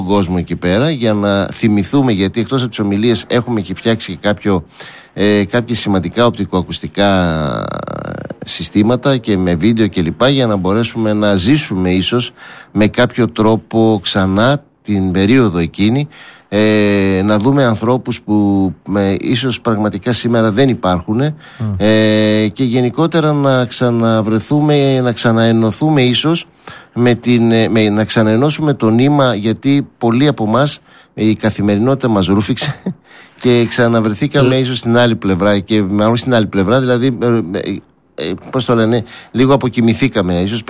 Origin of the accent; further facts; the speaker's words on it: Greece; σαν Έλληνες